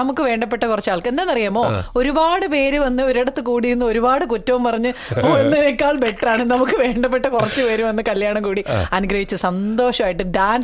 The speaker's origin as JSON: {"language": "Malayalam", "town": "Kollam", "region": "Kerala", "country": "India", "said": "ഇപ്പൊ ഞങ്ങളുടെ നാട് കൊല്ലം"}